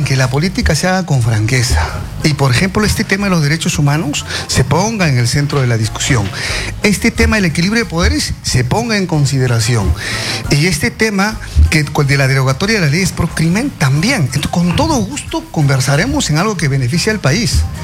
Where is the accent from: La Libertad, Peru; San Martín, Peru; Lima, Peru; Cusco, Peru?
Cusco, Peru; Yo vengo de la región del Cusco